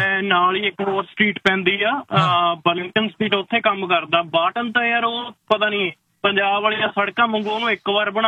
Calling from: Hamilton, Ontario, Canada; ਮੈਂ ਹੈਮਿਲਟਨ ਤੋਂ ਹਾਂ.

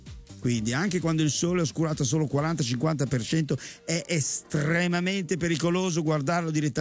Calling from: Milan, Lombardy, Italy; per noi di Milano

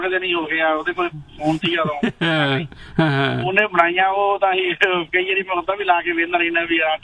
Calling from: Sri Muktsar Sahib, Punjab, India; ਲੱਲਾ ਬੁੱਚੀ ਕਰਕੇ ਕਹਿੰਦੇ ਆ ਸਾਡੇ ਮਾਲਵੇ ਚ, ਮੈਂ ਮੁਕਤਸਰ ਸਾਹਿਬ ਤੋਂ ਬਿਲੋਂਗ ਕਰਦਾ ਹੈ ਨਾ।

